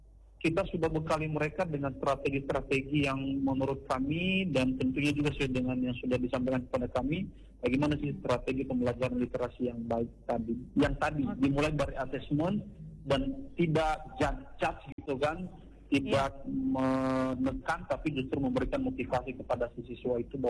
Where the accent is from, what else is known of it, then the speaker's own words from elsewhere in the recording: Nias, North Sumatra, Indonesia; born there; kita fasilitator produk asli dari Nias ini